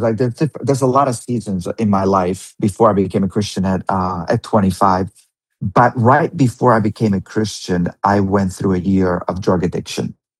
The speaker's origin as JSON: {"language": "English", "area": "Mallorca", "region": "Balearic Islands", "country": "Spain", "tie": "born or raised there", "said": "I have great memories of growing up in Mallorca, and at the age of living by the sea, fishing crabs"}